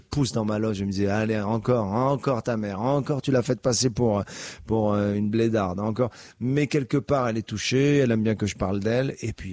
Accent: Casablanca, Casablanca-Settat, Morocco; born there

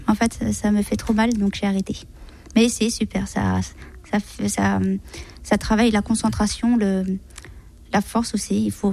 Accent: Colombia; moved away; c'est aller retourner dans mon pays natal, la Colombie. Voilà, de l'Amérique du Sud, parce que la Colombie, c'est tout pour moi, c'est mes origines, c'est là où je suis née

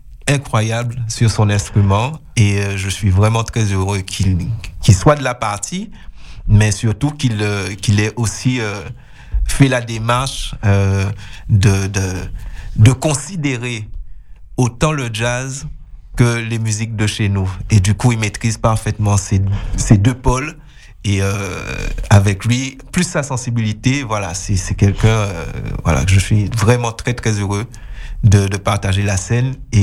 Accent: Guadeloupe; nous en tant qu'Antillais, en tant que Guadeloupéen.

